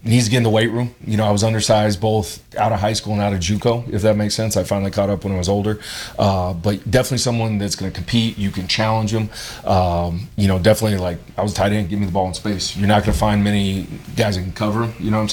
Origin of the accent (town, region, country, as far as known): Phoenix, Arizona, United States; born or raised there; also born or lived in Flagstaff, Arizona / New Jersey / North Dakota